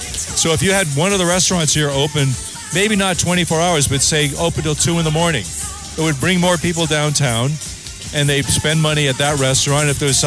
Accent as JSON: {"language": "English", "town": "Fall River", "region": "Massachusetts", "country": "United States", "tie": "born or raised there", "moved": "as an adult", "lives_now": "Vallejo, United States", "said": "my hometown of Fall River, Massachusetts"}